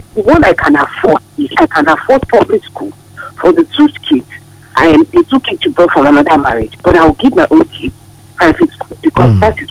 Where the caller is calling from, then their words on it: Nigeria; I'm calling from Agodiji.